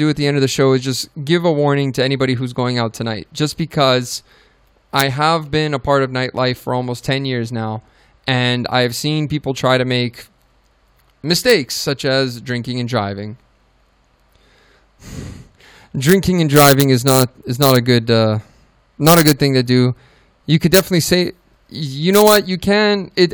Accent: Bosnia & Herzegovina; If you don't know, I'm a Serb from Bosnia. Just know I'm both Serbian and Bosnian.

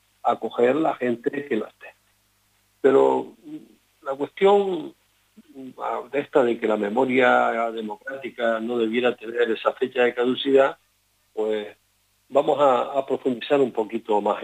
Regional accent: Canary Islands, Spain; esa época en mi pueblo, por ejemplo, sin Baseo y en muchos otros de Canarias, sabemos de montones de gente familiares que estuvieron en Cuba

